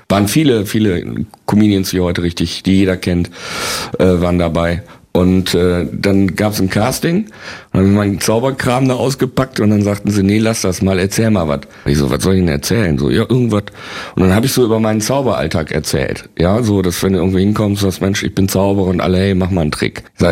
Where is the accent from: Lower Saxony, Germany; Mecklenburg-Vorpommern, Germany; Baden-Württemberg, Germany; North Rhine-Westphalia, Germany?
North Rhine-Westphalia, Germany; Bielefeld